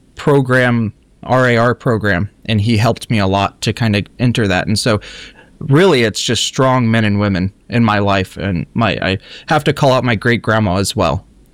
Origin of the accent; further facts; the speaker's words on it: Quincy, Illinois, United States; I grew up in Quincy, Illinois. So I'm from the Central Illinois District. That's where my vicarage is now.